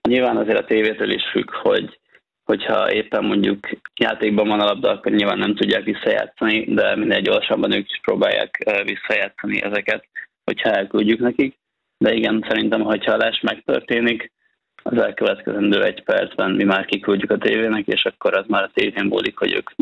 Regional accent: Hungary

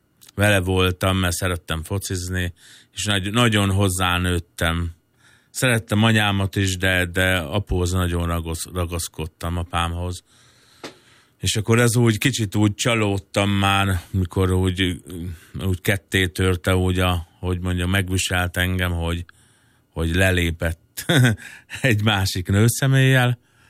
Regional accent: Novajidrány, Borsod-Abaúj-Zemplén, Hungary; Én Borsod, Abói Zemplén megyek kis településen, hát nem tudom, 1200-1500 fős községben laktam, Novaidrányban nevelkedtem fel.

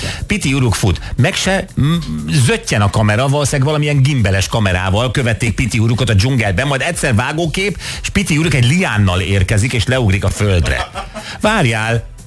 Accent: Budapest, Hungary; Akkor én is őslakos vagyok, kiléptem. A bizonyos helyzetben. Újlipótvárosi őslakos.

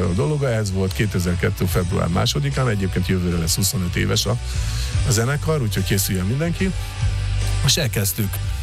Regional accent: Budapest, Hungary; Jó, azért hozzáteszem, hogy csepeliek vagyunk

